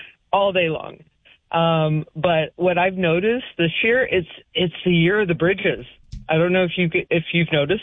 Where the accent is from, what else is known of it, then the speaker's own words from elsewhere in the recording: Texas, United States; now in Pembina, North Dakota, United States; I grew up in Texas and I grew up in a big city.